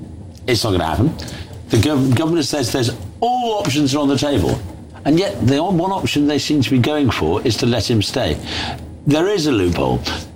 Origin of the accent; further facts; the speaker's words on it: United Kingdom; I can tear up my passport. It doesn't stop me being British.